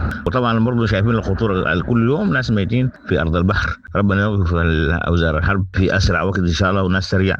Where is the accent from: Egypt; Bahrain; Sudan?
Sudan; now in Libya; إحنا كسودانيين